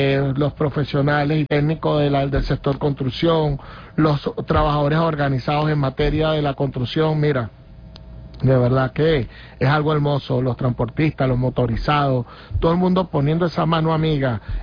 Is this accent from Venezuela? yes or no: yes; Venezuela; es todo lo que somos los venezolanos, personas amorosas, solidarias